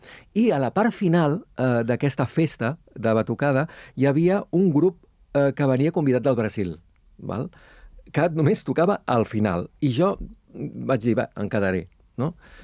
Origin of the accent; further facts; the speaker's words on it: Sant Cugat del Vallès, Catalonia, Spain; al meu poble, Sant Cugat